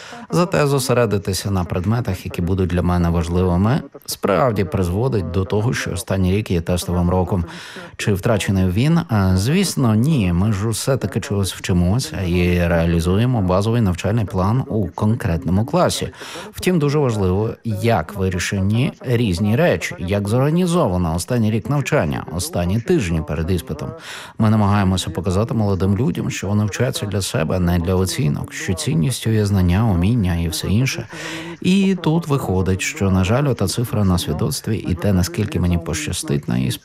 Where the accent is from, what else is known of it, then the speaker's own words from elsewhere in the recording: Braniewo, Poland; Хоча я закінчив саме такий ліцей у моєму рідному місті Браняві.